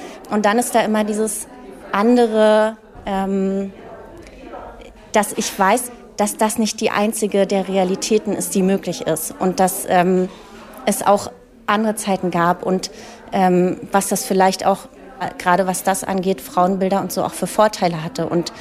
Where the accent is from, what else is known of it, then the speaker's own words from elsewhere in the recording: Berlin, Germany; Eben, ich komme aus Berlin, wir sind im Prenzlauer Berg, meine Freunde, meine Familie sind im Prenzlauer Berg beheimatet. Aber ich fühle mich ostdeutsch